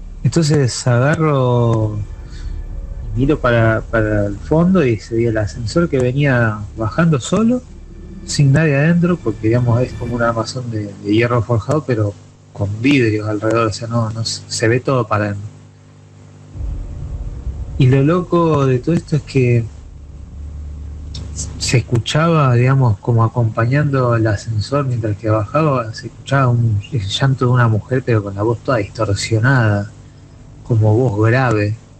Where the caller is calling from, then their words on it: Rosario, Santa Fe, Argentina; de Rosario.